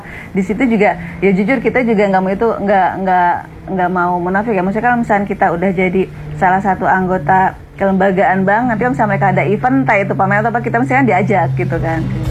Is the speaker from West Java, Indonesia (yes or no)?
yes; West Java, Indonesia; now in Yogyakarta, Indonesia; aku bukan asli Jogja, dari Jawa Barat. Terus ke Jogja, hijrah ke Jogja